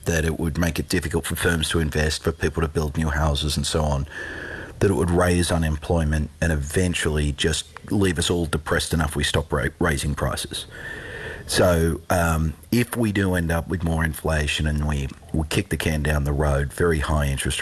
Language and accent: English; Australia; now in United States; a more functional democracy like my home country of Australia